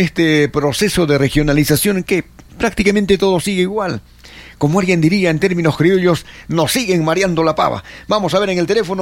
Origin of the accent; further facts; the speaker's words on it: Arequipa, Peru; como arequipeños, como región